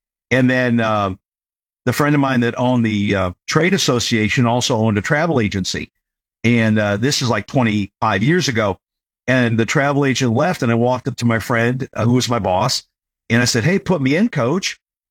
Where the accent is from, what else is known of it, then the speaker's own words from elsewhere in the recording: Illinois, United States; But I mean, I grew up outside of Chicago, never been to the beach, never traveled.